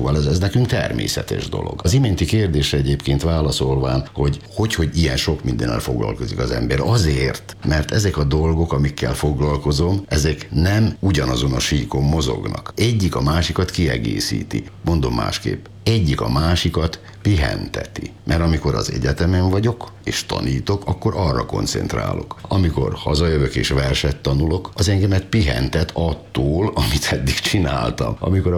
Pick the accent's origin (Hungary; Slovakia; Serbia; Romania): Serbia; Vojvodina; born there; gyerekkoromban, hogy egy pillanatra nem jutott eszembe, hogy innen elmenjek